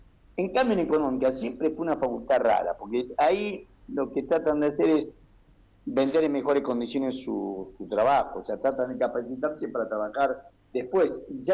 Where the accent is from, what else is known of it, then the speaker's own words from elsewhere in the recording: Tucumán, Argentina; now in Buenos Aires, Argentina; yo soy radical, pero soy tucumano